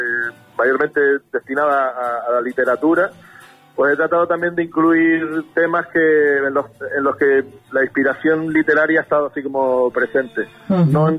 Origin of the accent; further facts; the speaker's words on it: Fuerteventura, Canary Islands, Spain; now in Gran Canaria, Spain; dijiste que soy gran canario, pero bueno, yo realmente soy majorero.